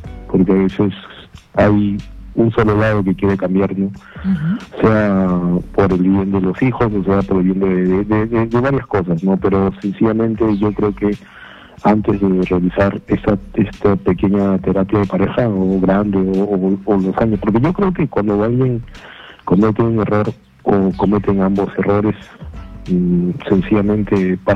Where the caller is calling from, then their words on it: Chaclacayo, Lima, Peru; De Chaclacayo.